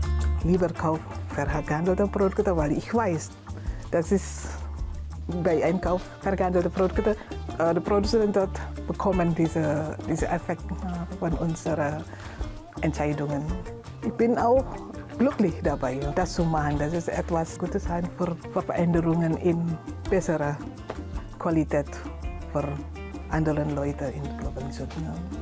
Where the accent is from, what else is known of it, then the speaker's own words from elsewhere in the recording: Indonesia; German is a second language; moved away as an adult; now in Chemnitz, Germany; Ich komme ursprünglich aus Indonesien. Ich bin seit 2004 in Kemetli.